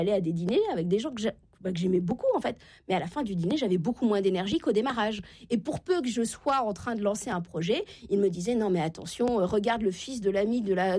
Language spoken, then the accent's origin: French; Normandy, France; je viens de la Normandie, Uber Eats n'est pas arrivé partout en France